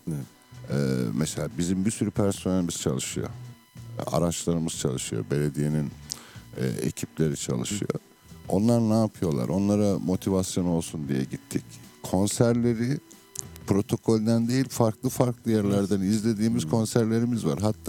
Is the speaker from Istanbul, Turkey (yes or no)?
no; Afyonkarahisar, Turkey; Hadi ben Afyonluyum da Sayın Valim o da bir geçen, Afyonlu gibi gayret ediyor.